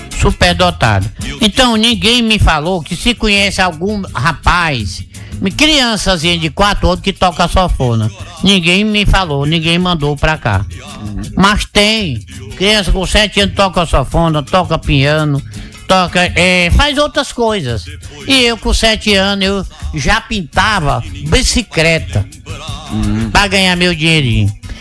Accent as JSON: {"language": "Portuguese", "region": "Ceará", "country": "Brazil", "said": "Aí eu vim do Ceará, por isso que eu digo"}